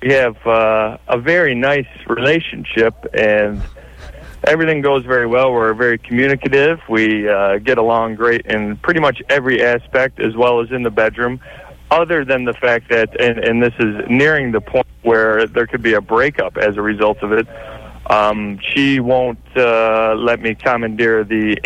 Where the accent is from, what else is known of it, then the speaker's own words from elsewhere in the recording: Michigan, United States; I'm originally from the Michigan.